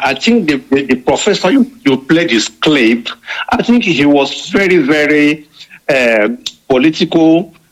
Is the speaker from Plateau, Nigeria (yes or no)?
yes; Jos, Plateau, Nigeria; now in Germany; I grew up in Jos